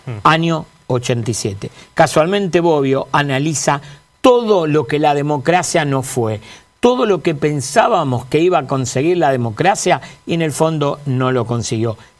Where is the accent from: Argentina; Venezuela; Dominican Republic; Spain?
Argentina